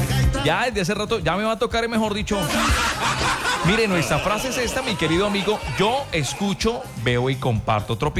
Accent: Cúcuta, Norte de Santander, Colombia; Hoy está cumpliendo años mi tierra, mi Cúcuta, mi bella, hermosa, queridísima.

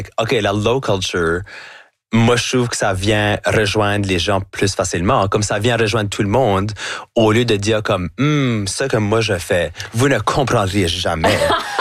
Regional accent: Canada; accent: Acadian (Chiac); j'ai un accent qui va jamais être neutre. So là, de complètement laisser ça aller, puis de faire tout ce que je fais avec mon accent, avec mon chiac. Pour moi, c'est comme, ah, ben, c'est bien plus fun parce que là, tout d'un coup, je peux comme apporter l'Acadie avec moi partout où j'y vais.

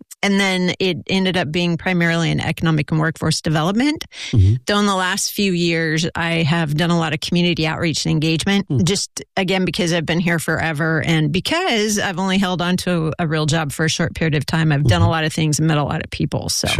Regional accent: Rio Dell, California, United States; also born or lived in Long Beach / Los Angeles; So I actually grew up in Rio Del, which kind of a dubious reputation, but gorgeous, gorgeous location for a town. We were right above the river

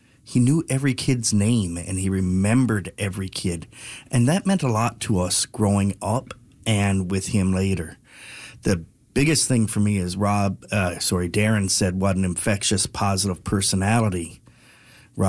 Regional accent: Ontario, Canada; Growing up on the Humber Heights, I realized shortly after that my coach was also my mailman.

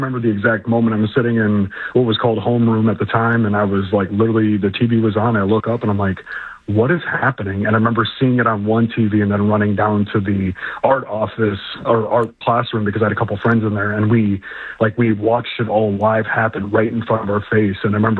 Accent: Minnesota, United States; as a kid, I grew up in the great state of Minnesota. I'm a Midwest boy.

